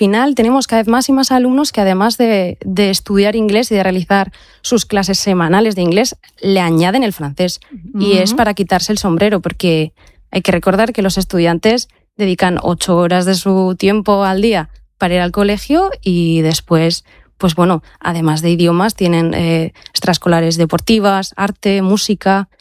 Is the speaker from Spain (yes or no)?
yes; Oiartzun, Basque Country, Spain; soy de Oiartzun.